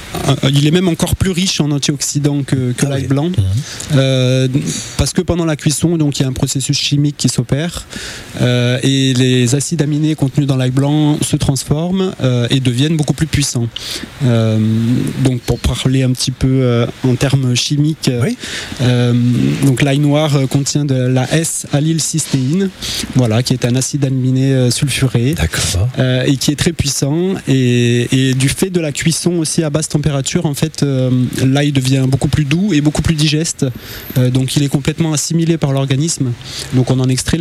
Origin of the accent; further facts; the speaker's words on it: Lectoure, Occitanie, France; Je viens de Lectour, à côté.